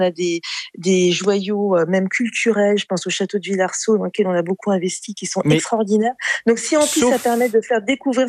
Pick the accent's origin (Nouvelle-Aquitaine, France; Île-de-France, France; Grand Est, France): Île-de-France, France; Moi, je suis native du Val d'Oise, J'ai connu Mirapolis, j'y suis allée quand j'étais petite